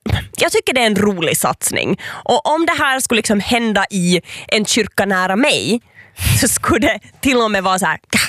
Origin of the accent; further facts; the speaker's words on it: Ostrobothnia, Finland; Don't worry, jag är från Österbotten. Någonting måste jag ha kvar.